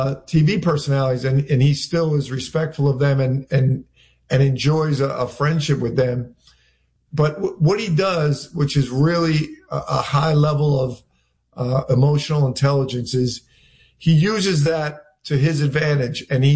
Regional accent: Philadelphia, Pennsylvania, United States; moved away; I'm from Philly.

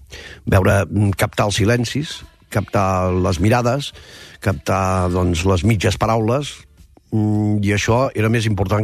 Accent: Vic, Catalonia, Spain; Jo sóc de Vic, també cal dir-ho, la ciutat dels Sants, vull dir, família de capellans també, doncs, sobretot per part de la meva mare, alemanys

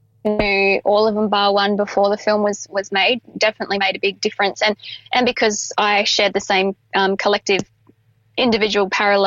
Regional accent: Perth, Western Australia, Australia; I'm from Perth originally, so it was really important for me to bring that story home

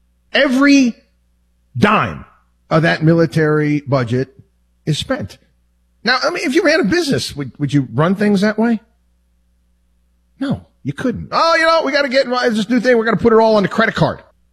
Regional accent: New York, United States; I grew up in New York.

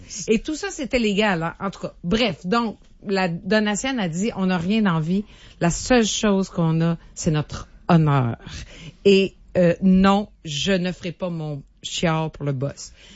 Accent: New Richmond, Quebec, Canada; moved away; Moi, je viens de New Richmond en Gaspésie.

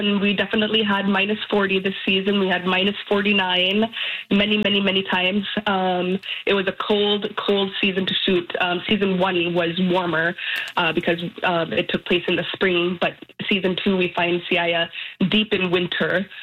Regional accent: Western Arctic, Canada; I come from the Western Arctic.

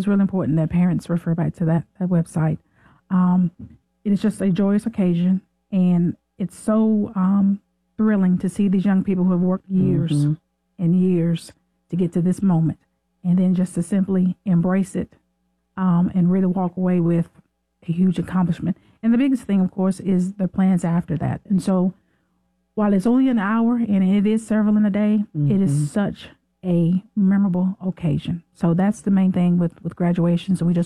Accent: United States; Originally, I am from Moore County.

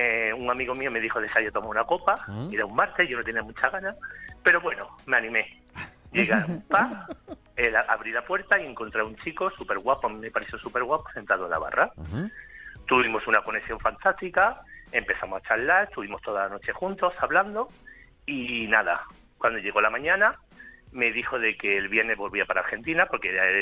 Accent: Andalusia, Spain

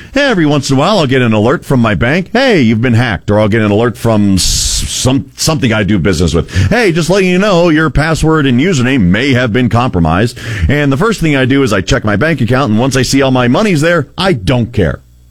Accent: United States; I'm an American.

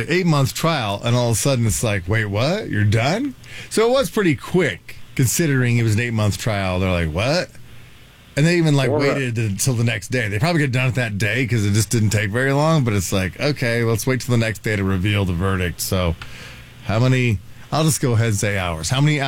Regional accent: Indiana, United States; I grew up in Indiana.

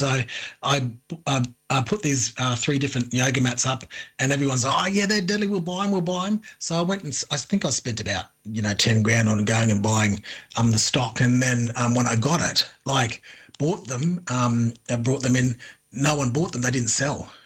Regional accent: Darwin, Northern Territory, Australia; But growing up in Darwin, there's lots of I saw different Aboriginal people in business.

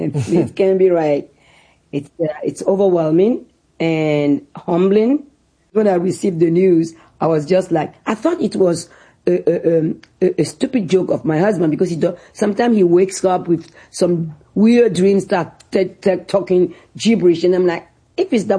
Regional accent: Benin; English is a second language; I'm still that curious little girl growing up in Benin asking relentlessly questions

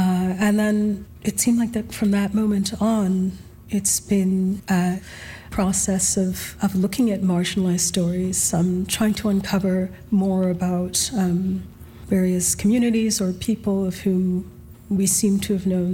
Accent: Alberta, Canada; born and raised in Alberta.

